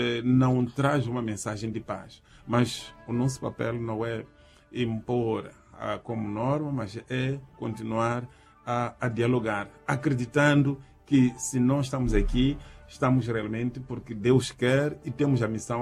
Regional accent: Mozambique; nós, como moçambicanos

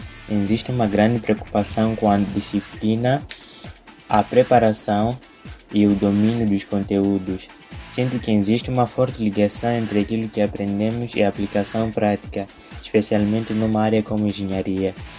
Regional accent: Beira, Sofala, Mozambique; moved away as an adult; now in Seoul, South Korea; Sou moçambicano, natural da Beira e atualmente encontro-me na Coreia do Sul, onde estudo Engenharia Mecânica na Chungang University.

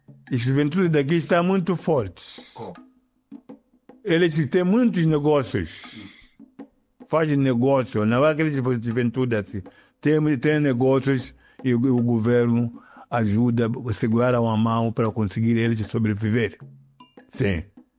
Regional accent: Mozambique; now in Tanzania; já eu fico como tanzaniano, mas enquanto não, eu sou moçambicano.

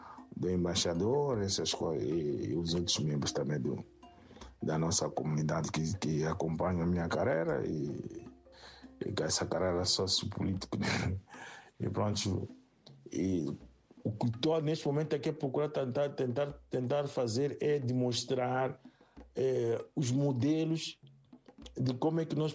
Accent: Mozambique; now in Germany

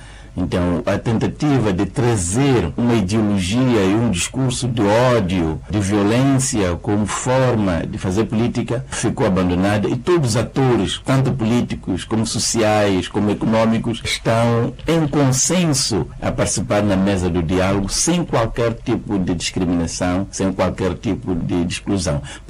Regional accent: Mozambique; para que todos nós, como moçambicanos, continuemos a ter orgulho de sermos moçambicanos

